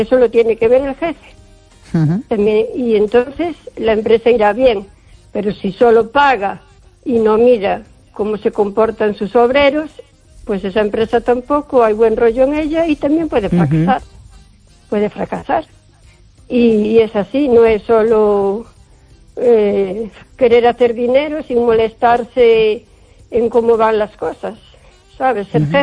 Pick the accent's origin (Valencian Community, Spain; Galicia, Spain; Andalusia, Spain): Galicia, Spain; O Carballiño; Hola, Esther, buenas noches … de Carballiño.